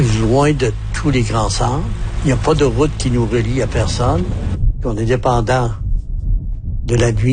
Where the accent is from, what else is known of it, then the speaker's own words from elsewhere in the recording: Tête-à-la-Baleine, Quebec, Canada; J'ai grandi ici à Tétalavanen. À l'âge de 15 ans, je suis parti pour des études et je suis revenu à l'âge de 24 ans comme enseignant.